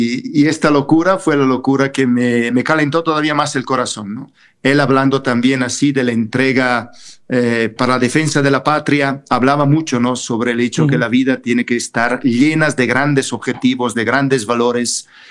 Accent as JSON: {"language": "Spanish", "town": "Bergamo", "region": "Lombardy", "country": "Italy", "tie": "born or raised there", "second_language": "Spanish", "moved": "yes", "said": "yo soy italiano, vengo de la provincia de la diócesis de Bérgamo, conocida por ser la diócesis del Papa Juan XXIII, y es una diócesis que históricamente ha sido siempre muy, muy misionera"}